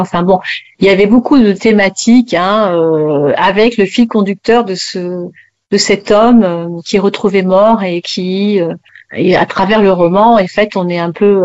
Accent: French Guiana; chez moi en Guyane

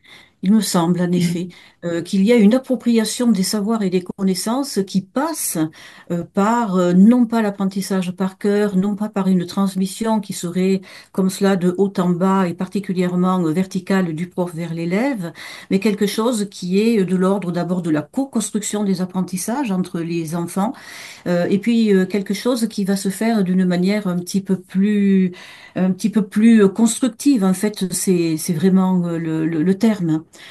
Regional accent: Montpellier, Occitanie, France; Je suis de Lirou, je suis Montpelliéraine

